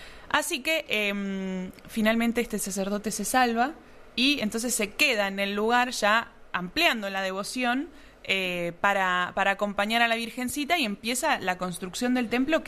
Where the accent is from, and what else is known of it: Argentina